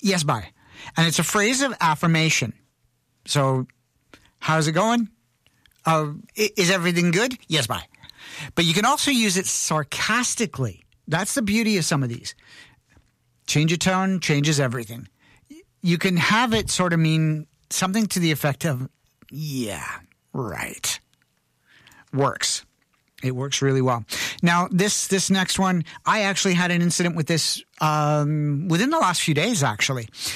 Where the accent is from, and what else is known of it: Canada; born or raised there; moved away